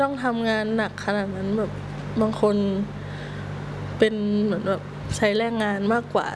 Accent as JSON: {"language": "Thai", "region": "Uttaradit", "country": "Thailand", "tie": "born there", "moved": "yes", "lives_now": "Ayutthaya, Thailand", "said": "เกิดที่อุตรดิตถ์ค่ะ"}